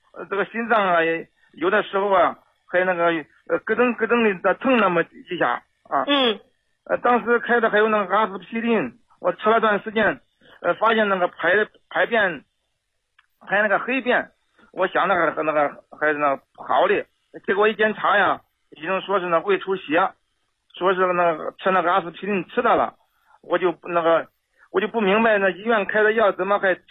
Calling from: Shenyang, Liaoning, China; 我是沈阳的呀。

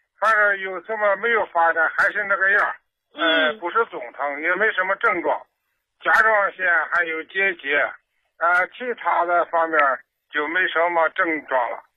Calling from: Baoding, Hebei, China; 是河北保定的。

